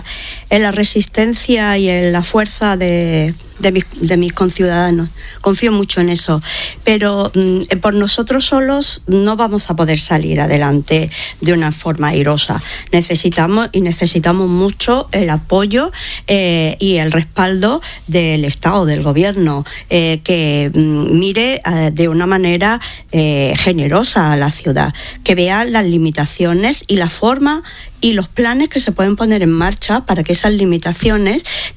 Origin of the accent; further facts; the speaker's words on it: Melilla, Spain; yo soy melillense ya de varias generaciones.